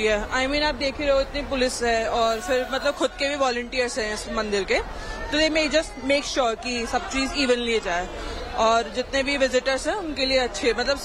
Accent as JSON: {"language": "Hindi", "town": "Ghaziabad", "region": "Uttar Pradesh", "country": "India", "said": "गाजियाबाद की हूँ।"}